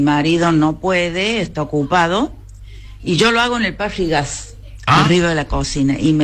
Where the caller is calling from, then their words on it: Córdoba, Argentina; de Barrio Acosta.